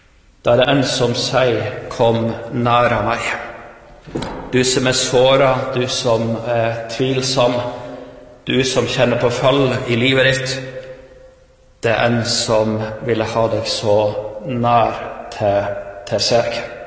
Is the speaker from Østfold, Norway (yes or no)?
no; Karvikhamn, Troms, Norway; Jeg kommer ifra Troms, hvor jeg er litt av bygd som heter Karvikhamn.